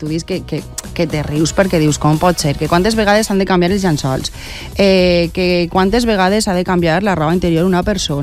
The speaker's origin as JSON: {"language": "Catalan", "town": "Puçol", "region": "Valencian Community", "country": "Spain", "tie": "born or raised there", "lives_now": "Quart de les Valls, Spain", "said": "Jo soc nascuda en Pusol i m'ha criat allí 6 anys, però jo després me n'he anat a viure a Quart de les Valls i ne porte 40 allí."}